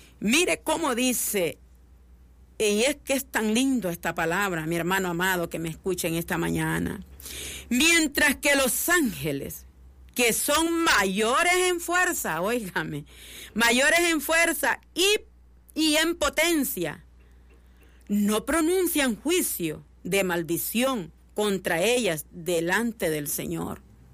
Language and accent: Spanish; El Salvador